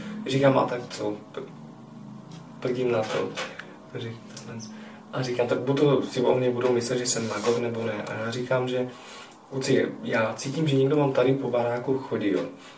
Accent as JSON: {"language": "Czech", "country": "Slovakia", "tie": "born there", "second_language": "Czech", "moved": "yes", "said": "Snažím mluvit česky, ale jsem původem Slovák a napůl Bulhár."}